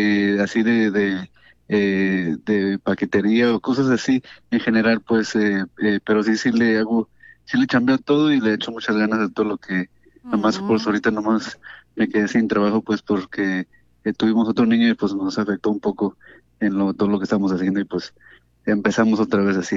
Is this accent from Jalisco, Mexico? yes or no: yes; Jalisco, Mexico; now in Santa Ana, United States